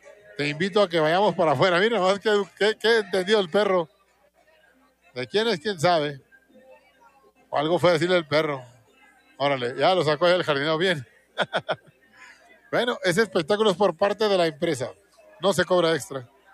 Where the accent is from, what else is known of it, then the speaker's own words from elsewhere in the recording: Delicias, Chihuahua, Mexico; Yo soy de Delicias.